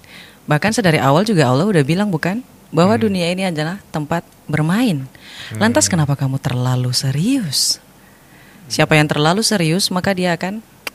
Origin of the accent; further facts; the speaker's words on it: North Sumatra, Indonesia; Terlebih saya orang Batak ya, Mas.